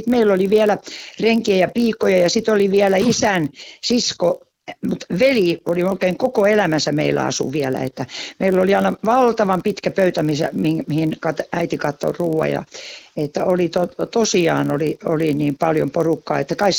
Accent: Jokioinen, Tavastia Proper, Finland; born there; Jokioisilla mä synnyn ison maalaistalon. 9. lapsena isä oli sodassa Karhumäessä taistelemassa, kun mä synnyin

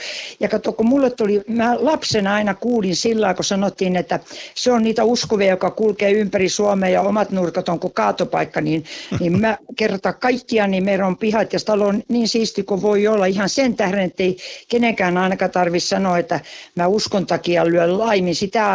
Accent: Jokioinen, Tavastia Proper, Finland; born there; Jokioisilla mä synnyn iso maalaistaloon. 9. lapsena isä oli sodassa Karhumäessä taistelemassa, kun mä synnyin

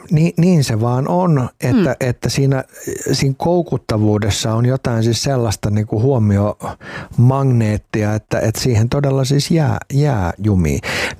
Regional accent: Helsinki, Uusimaa, Finland; muun muassa Itä-Helsingistä, mistä itse olen siis kotoisin

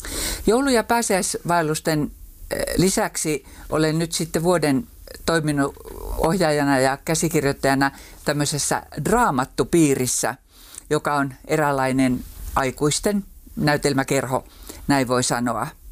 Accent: Rovaniemi, Lapland, Finland; moved away as an adult; also born or lived in Helsinki; Olen kyllä alun perin rovaniemeläinen, mutta tämmöinen paluumuuttaja. Eli olen syntynyt ja kasvanut täällä, mutta sitten työelämä vei moneksi vuosikymmeneksi Helsinkiin. Ja sitten kun muutin takaisin

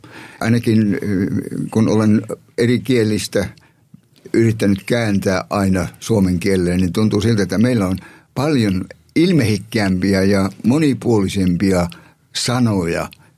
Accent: Savonia, Finland; now in Helsinki, Finland; olen syntyperäinen savolainen.

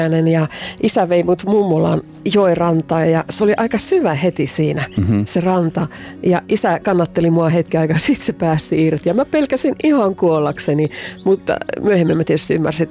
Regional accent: Lapland, Finland; moved away; asuin siis lapsuuteni Lapissa

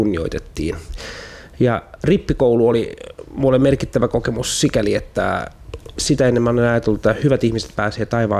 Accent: Sastamala, Pirkanmaa, Finland; mun lapsuudesta syvältä Satakunnan rintamailta, jossa vielä Jumalaa kunnioitettiin. Ja kasvoin siis nykyisen Sastamalan alueella ja siellä oikeastaan jo lapsena kummatkin vanhemmat oli maatalon kasvattaja.

